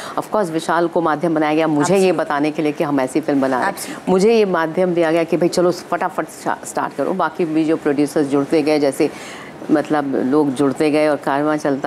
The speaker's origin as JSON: {"language": "Hindi", "town": "Lucknow", "region": "Uttar Pradesh", "country": "India", "said": "वो भी लखनऊ से है, मैं भी लखनऊ से हूँ, शोभना भी लखनऊ से है."}